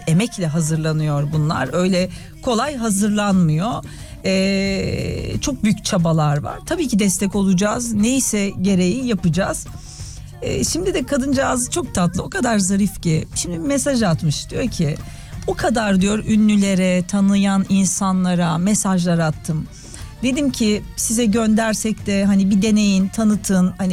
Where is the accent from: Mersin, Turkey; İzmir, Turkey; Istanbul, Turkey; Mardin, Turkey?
Mersin, Turkey; kendi memleketimde Mersin'de